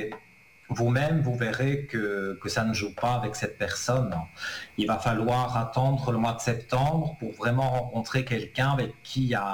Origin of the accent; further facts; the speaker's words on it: Italy; Ah oui, je suis pur italien aussi.